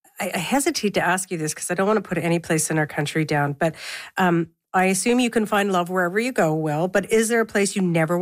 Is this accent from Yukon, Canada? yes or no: no; Saskatoon, Saskatchewan, Canada; now in Ontario, Canada; my hometown of Saskatoon.